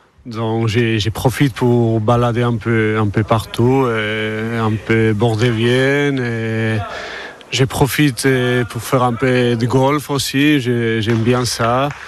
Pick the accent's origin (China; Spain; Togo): Spain; Basque Country; now in France; Moi je suis basque, je suis d'un village à côté de Saint-Sébastien, un très bel endroit.